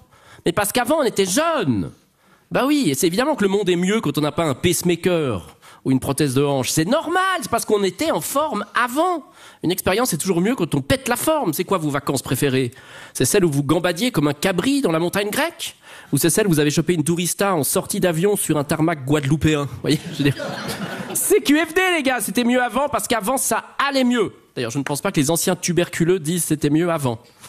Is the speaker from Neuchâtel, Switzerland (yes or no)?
no; Sainte-Croix, Vaud, Switzerland; mais je suis originaire de Sainte-Croix, donc je vous promets, c'est peut-être pas le vrai Jura, mais ça a un peu le goût et l'odeur du Jura quand même.